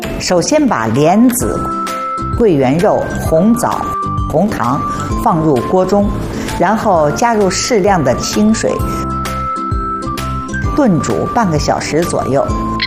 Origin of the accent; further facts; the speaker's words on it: South China, China; 我们是南方人，我们那有鲜百合，北方人就得买干百合了